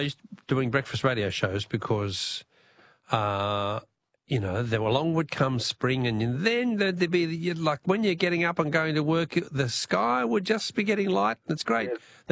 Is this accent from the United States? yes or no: no; Tasmania, Australia; I remember when it first began, because I grew up in Tassie, as everyone knows, and they were the first state in Australia to ever have it.